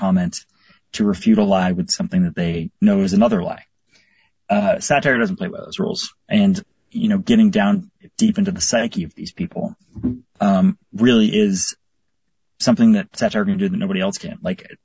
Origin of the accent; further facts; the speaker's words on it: Chicago, Illinois, United States; I'm from Chicago. We got, the bejesus beaten us out of us by, people. We had a Halloween parade gassed by a bunch of strangers.